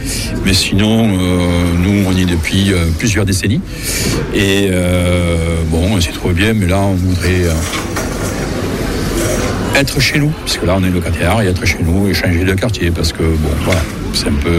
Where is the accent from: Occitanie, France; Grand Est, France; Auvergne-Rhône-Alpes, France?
Occitanie, France; Montauban; Alors je suis né à Montauban, certes, j'habitais un quartier qui s'appelait Ville-Bourbon, mais dans ma tendre enfance, les quartiers c'était comme des petits villages, ceux qui n'existent plus maintenant.